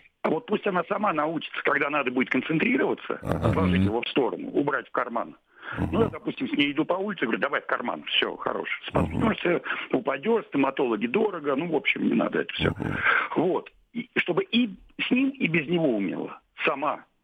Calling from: Moscow, Russia; я из Москвы.

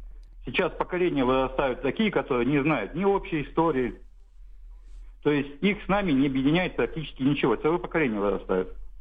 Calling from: Samara, Samara Oblast, Russia; город Самара.

